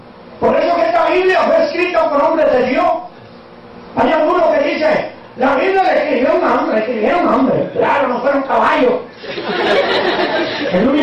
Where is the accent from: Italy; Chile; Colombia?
Italy; Bueno, que yo soy italiano, pero yo soy mezclado ahí también.